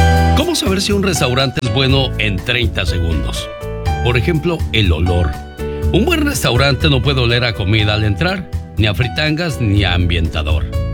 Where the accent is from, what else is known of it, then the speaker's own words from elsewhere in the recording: Mexico; yo soy mexicano